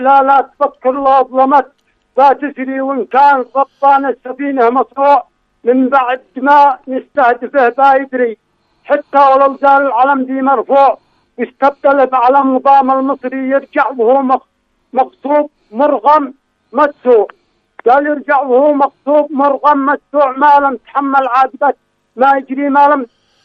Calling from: Sanaa, Yemen

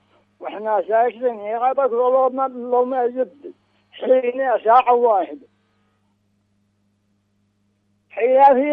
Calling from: Sanaa, Amanat Al Asimah, Yemen; من صنعاء من حولنا.

